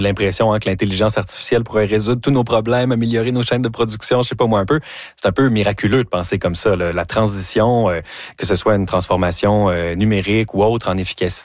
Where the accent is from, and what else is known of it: Canada